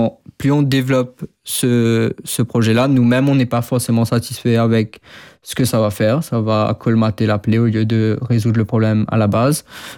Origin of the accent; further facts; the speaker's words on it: Mauritius; born there; on se retrouve en fin 2023 à Maurice parce que moi j'ai envie de travailler dans mon pays natal.